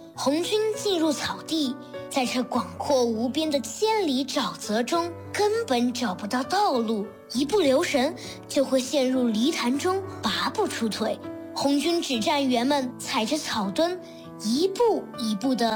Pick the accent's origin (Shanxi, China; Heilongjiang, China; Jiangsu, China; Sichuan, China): Sichuan, China; 在我的家乡四川阿坝藏族羌族自治州日干桥大沼泽的边界上